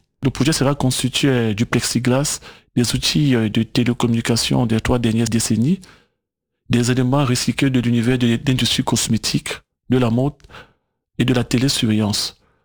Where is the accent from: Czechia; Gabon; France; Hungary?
Gabon; Port-Gentil, Ogooué-Maritime; born there; Comme vous avez dit au début, je suis né à Port-Gentil, mais de parents camerounais.